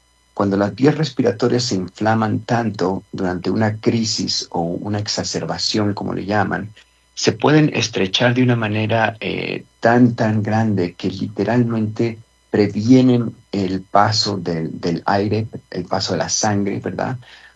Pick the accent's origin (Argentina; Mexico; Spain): Mexico; now in United States; Yo crecí en México